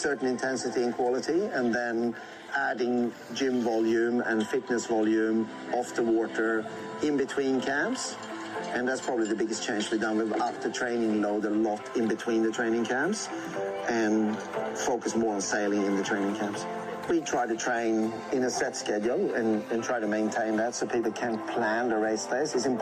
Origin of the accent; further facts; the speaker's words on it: Sweden; now in Australia; I'm from Sweden originally and I've lived in WA since 2013